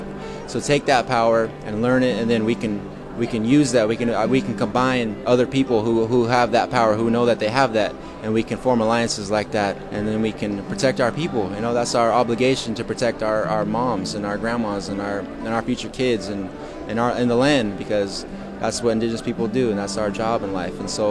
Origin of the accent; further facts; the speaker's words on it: California, United States; I'm from the Winnemem-Wenatchee Tribe in Northern California